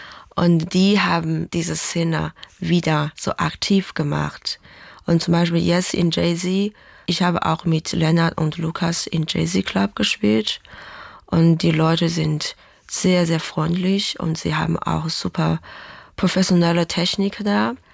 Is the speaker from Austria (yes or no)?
no; Weihai, Shandong, China; German is a second language; moved away as an adult; now in Hamburg, Germany; Nordchina. Das ist auch eine Küstenstadt, aber viel kleiner als in Hamburg. Heißt Weihai in Shandong-Provinz.